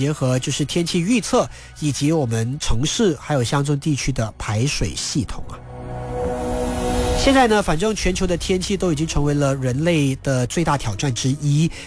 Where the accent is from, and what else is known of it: Malaysia